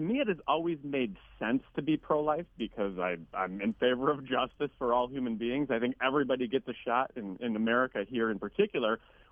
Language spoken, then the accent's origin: English; Madison, Wisconsin, United States; here in Madison, Wisconsin, where I live